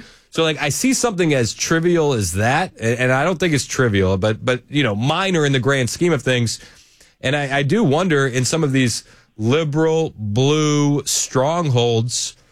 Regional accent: Boston, Massachusetts, United States; And I grew up in Boston.

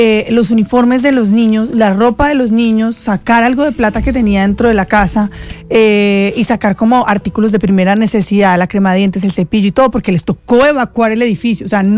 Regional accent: Manizales, Caldas, Colombia; now in Bogotá, Colombia; yo soy de Manizales y porque yo todo el tiempo hablo que soy de Manizales, que soy del Eje Cafetero.

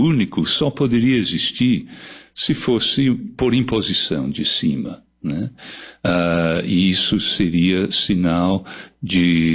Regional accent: England, United Kingdom; Portuguese is a second language; now in Brazil; Eu nasci na Inglaterra, nascido e criado na Inglaterra, eu moro no Brasil desde 1976, então 50 anos.

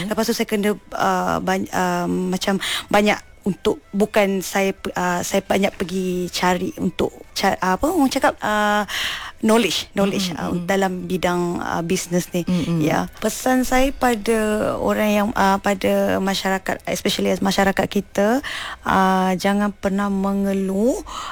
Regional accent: Bidor, Perak, Malaysia; now in Kuala Lumpur, Malaysia; Saya berasal daripada Bidu, Perak, okay, dan menetap di KL.

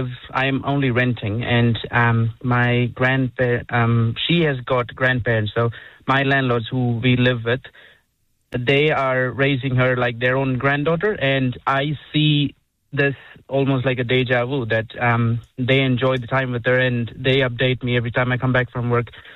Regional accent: Dubai, United Arab Emirates; moved away as an adult; now in New Zealand; I'm from South India, but born and raised 3 generations in the Middle East, Dubai.

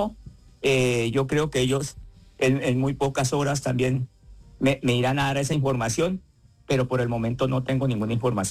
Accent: Colombia; moved away as an adult; now in New York, United States; mi pueblo colombiano

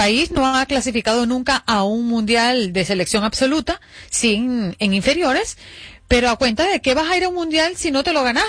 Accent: Honduras; Yo soy hondureño.

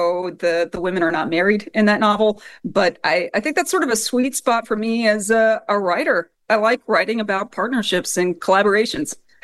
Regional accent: Kentucky, United States; a lot of the families that I knew when I was growing up in Kentucky

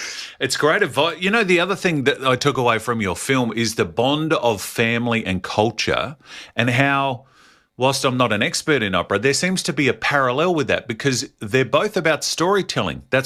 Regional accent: South Australia, Australia; I'm a kid from the country too. So I'm South Australian, small country town.

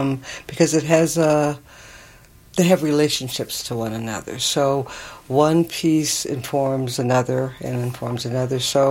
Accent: United States; And they asked me where I was from. I told them, from the U.S.

